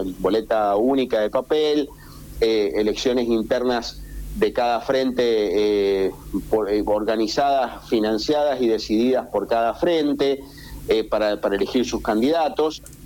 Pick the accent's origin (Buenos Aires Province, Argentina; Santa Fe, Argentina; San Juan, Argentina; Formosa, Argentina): San Juan, Argentina; Somos todos los sanjuaninos